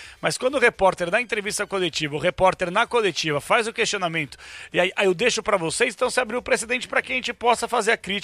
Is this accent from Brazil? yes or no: yes; Brazil; A gente é brasileira tudo